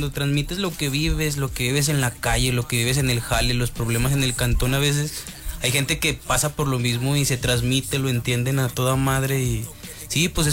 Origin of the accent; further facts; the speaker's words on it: Aguascalientes, Mexico; Sí, güey, de aquí merito de Aguas, de la capital. Y somos del Rodolfo, del lado oriente de la ciudad.